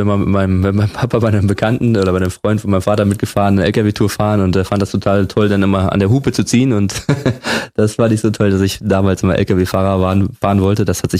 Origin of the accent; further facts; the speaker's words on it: Berlin, Germany; now in Falkensee, Germany; Das ist wirklich meine Heimat geworden. Und dementsprechend, wie gesagt, bin ich auch wirklich jetzt Brandenburger und nicht mehr Berliner.